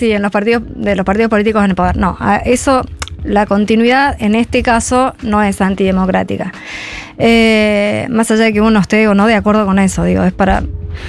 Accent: Río Cuarto, Córdoba, Argentina; mi familia es de Córdoba, yo soy de Córdoba, de Río Cuarto, más precisamente.

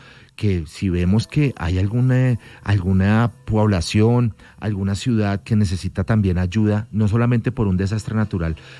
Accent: Colombia; Lo importante es que somos colombianos y sentirnos colombianos es la prioridad.

